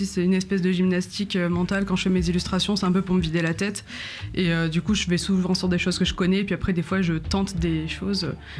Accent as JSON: {"language": "French", "town": "Clermont-Ferrand", "region": "Auvergne-Rhône-Alpes", "country": "France", "said": "Ouais, je suis de la région. Ouais, je suis d'ici. Enfin, je suis d'ici, j'ai un peu bougé, mais globalement, je suis sur de Clermont."}